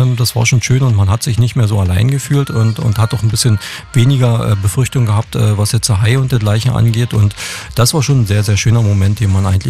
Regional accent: Krauschwitz, Saxony, Germany; Also ich habe es jetzt in der Ecke, wo ich herkomme, das ist die sächsische Lausitz, also Krauschwitz die Ecke.

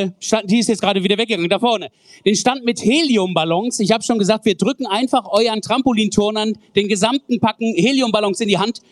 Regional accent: Bad Kreuznach, Rhineland-Palatinate, Germany; für uns Bad Kreuznach

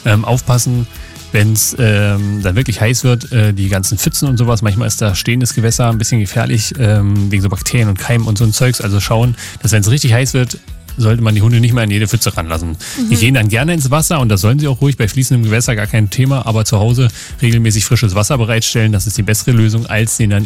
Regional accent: Burg, Germany; ich komme ja aus Burg und da ist ja auch viel Tourismusverkehr

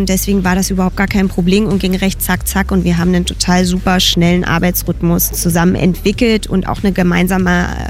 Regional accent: East Germany, Germany; als Ostdeutsche natürlich einen gemeinsamen biografischen Herkunftsraum und auch einen Vergangenheitsraum teilen

